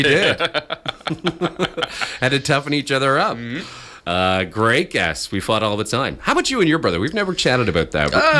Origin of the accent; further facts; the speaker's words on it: Nova Scotia, Canada; moved away; even though we're from Nova Scotia.